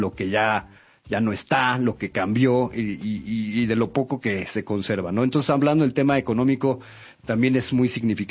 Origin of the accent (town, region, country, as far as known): Mexico